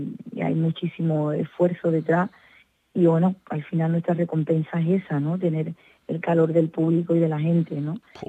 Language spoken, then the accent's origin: Spanish; Cádiz, Andalusia, Spain; siempre sentí el calor de mi gente, el calor de la gente de la isla que me han querido desde chiquitita, desde que empecé, como digo, y luego en mi país, por supuesto, en Andalucía entera y en España entera